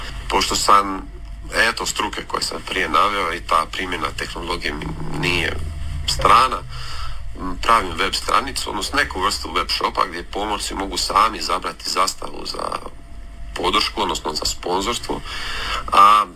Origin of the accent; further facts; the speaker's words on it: Orebić, Dubrovnik-Neretva County, Croatia; dolazim sa Pelješca, točnije iz Orebića